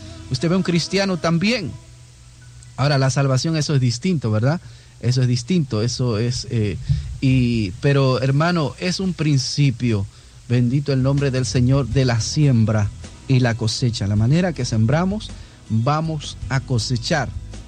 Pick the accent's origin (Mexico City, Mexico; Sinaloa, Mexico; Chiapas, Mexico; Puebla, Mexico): Chiapas, Mexico; moved away; originalmente yo soy de México, en el estado de Chiapas, y todas las mañanas entraba una emisora